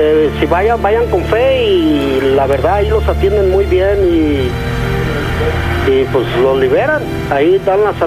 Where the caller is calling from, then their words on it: Tequila, Jalisco, Mexico; Le hablo de Tequila, Jalisco.